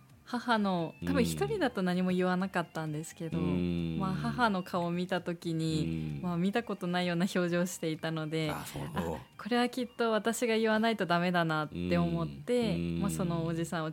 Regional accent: Hokkaido, Japan; 私は本当に根っからのどさんこなので、

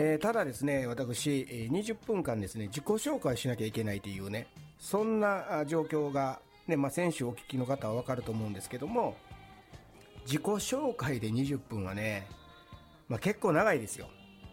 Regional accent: Kyoto, Japan; 京都で生まれ育ってから始まりますやん

